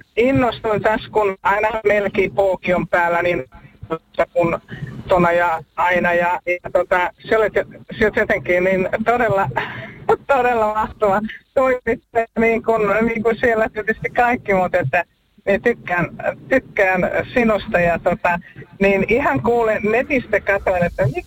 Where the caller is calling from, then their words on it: Kotka, Kymenlaakso, Finland; nyt posket punaisena ja reippaana ajellaan takaisin Kotkaan.